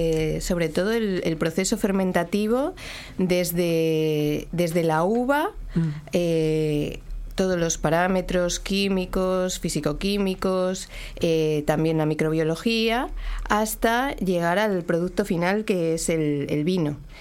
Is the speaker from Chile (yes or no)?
no; Asturias, Spain; moved away as an adult; No, yo soy española, soy de Asturias, del norte de España.